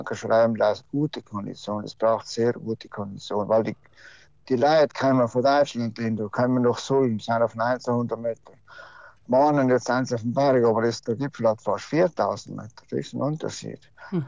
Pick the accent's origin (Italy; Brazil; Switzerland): Italy; South Tyrol; das sind die Probleme und mit die Massen sind bei uns im Westen von Südtirol sowieso, haben wir noch nichts Problem.